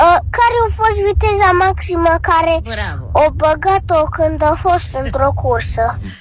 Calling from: Sibiu, Sibiu County, Romania; din Sibiu, 7 ani.

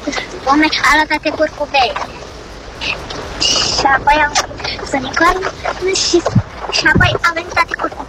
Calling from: Domnești, Romania; din Domnești. Am 6 ani

